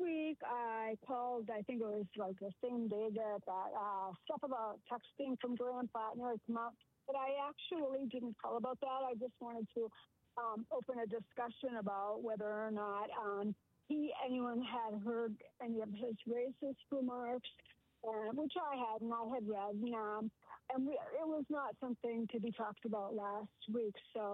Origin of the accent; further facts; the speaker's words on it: Massachusetts, United States; And I, growing up in Massachusetts, I've been to Maine a lot, and there certainly aren't very many people of color in Maine.